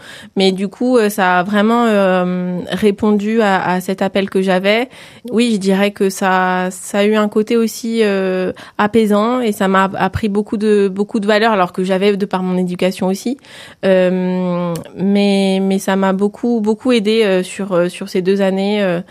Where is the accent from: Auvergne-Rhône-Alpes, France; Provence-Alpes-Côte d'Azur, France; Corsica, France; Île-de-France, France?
Corsica, France; Ajaccio; moi, j'ai grandi à Ajaccio.